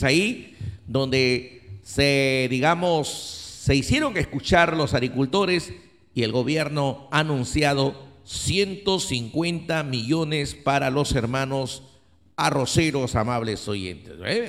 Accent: Olmos, Lambayeque, Peru; necesito dinero para hacer obras para mi pueblo de Olmos.

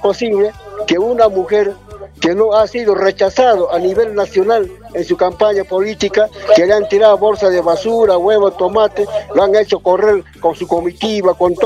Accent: Peru

